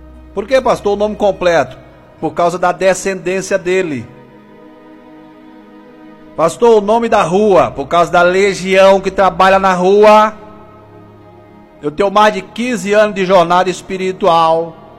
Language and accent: Portuguese; Goiânia, Goiás, Brazil; Bom dia, pastor. … sou de Goiânia.